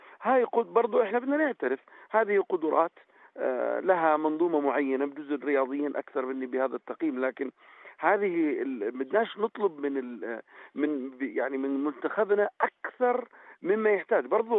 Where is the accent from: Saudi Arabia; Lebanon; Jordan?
Jordan; لكن أنا كمجتمع أردني أنا نشمي زي النشامة،